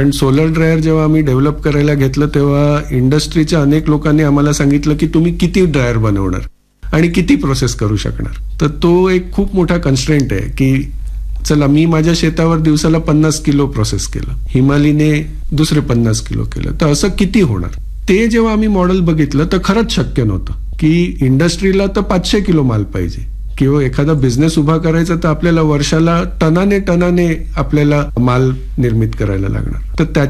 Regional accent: Bordi, Maharashtra, India; आमचं गाव समुद्र किनारी आहे आणि एक वीकेंड डेस्टिनेशन आहे, तर खूप टुरिस्ट येतात. बोर्डी डहाणू हा जो परिसर आहे

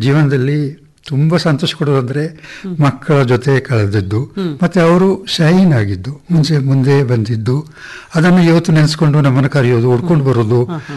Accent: Murnad, Karnataka, India; Murnad, ಐಕೋಳ.

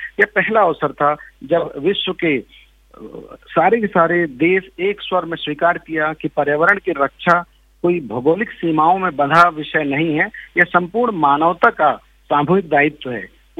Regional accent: Niwari, Madhya Pradesh, India; now in Amarkantak, India; मूलतः मैं मध्य प्रदेश मंडला के छोटे से गांव निवारी का रहने वाला हूं। बचपन से ही गांव की मिट्टी, जंगल और नर्मदा की धाराएं मेरे जीवन के सच्चे शिक्षक रहे हैं।

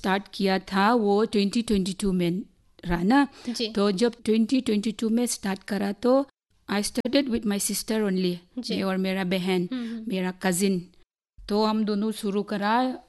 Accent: Assam, India; now in Haflong, India; मैं मुलहे गांव से हूँ और मैं चार भाई बहनों में सबसे बड़ी, मतलब सबसे एल्डेस्ट।

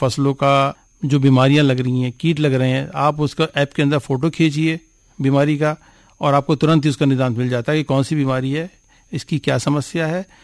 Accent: Bijnor, Uttar Pradesh, India; खासकर हमारे जिला बिजनौर में

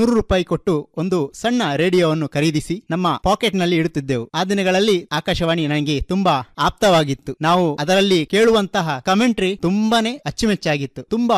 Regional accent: Devandabettu, Karnataka, India; ನಮ್ಮ ಊರಿನ ಗ್ರಾಮದೇವತೆಯಾದ ದೇವಂದಬೆಟ್ಟು ಶ್ರೀ ಲಕ್ಷ್ಮೀ ವಿಷ್ಣುಮೂರ್ತಿ ದೇವಸ್ಥಾನದ

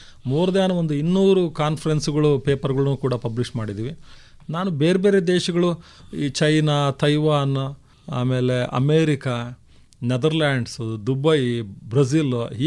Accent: Bairapura, Karnataka, India; now in Mysore, India; ನಾನು ಕೂಡ ಒಂದು ಸಣ್ಣ ಹಳ್ಳಿಯಿಂದ ಬಂದಿರೋಂಥವನು. ಇವತ್ತಿಗೂ ಕೂಡ ನಮ್ಮೂರಲ್ಲಿ ಬರೀ 7ನೇ ತರಗತಿವರೆಗೆ ಮಾತ್ರ ಇದೆ. ಸೊ ಬೈರಾಪುರ ಅನ್ನೋ ಒಂದು ಚಿಕ್ಕ ಹಳ್ಳಿ, ಮೊಳಕಾಲ್ಮೂರು ತಾಲೂಕದು. ತುಂಬ ಚಿಕ್ಕ ಹಳ್ಳಿಯಿಂದ ಬಂದಿರೋದ್ರಿಂದ

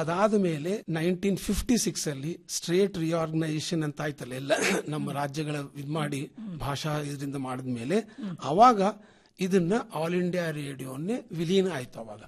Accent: Gulbarga, Karnataka, India; also born or lived in Hyderabad; ನಾನು ಹುಟ್ಟಿದ್ದು ಹೈದರಾಬಾದ್ ಅಲ್ಲಿ ಆದ್ರೂ ಮೊದಲನೇ ಒಂದು 5-6 ವರ್ಷ ನಾನು ಗುಲ್ಬರ್ಗ ಅಲ್ಲಿ ಇದ್ದೆ.

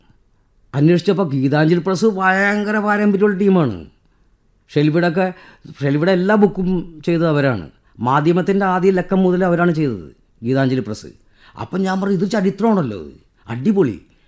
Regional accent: Kerala, India; നിങ്ങളെവിടെ നിന്ന് വരുന്നു? ഞാൻ പറഞ്ഞു കേരള.

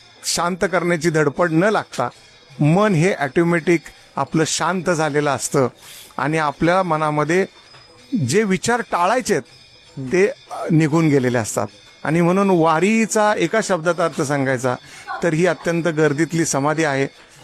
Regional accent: Phaltan, Maharashtra, India; also born or lived in Mumbai; now in Kolhapur, India; मी मूळचा फलटणचा आहे, परंतु मुंबई हायकोर्टामध्ये गेले 28 वर्ष ते प्रॅक्टिस करत आलेलो आहे आणि आता मागील 1 वर्षापासून कोल्हापूर या ठिकाणी प्रॅक्टिस करतोय, तिथे शिफ्ट झालेलो आहे।

